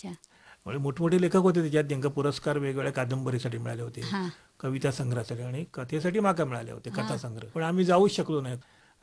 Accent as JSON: {"language": "Marathi", "town": "Nadan", "region": "Maharashtra", "country": "India", "tie": "born or raised there", "said": "माझा गाव देवगड, नाडण वीरवाडी, नाडण ह्या गाव आणि वीरवाडी म्हणजे एक छोटीशी वाडी."}